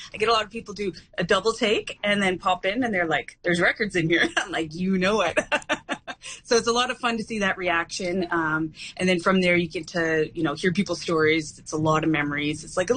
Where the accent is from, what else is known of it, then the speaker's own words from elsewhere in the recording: Prince George, British Columbia, Canada; now in Langford, Canada; my hometown of Prince George.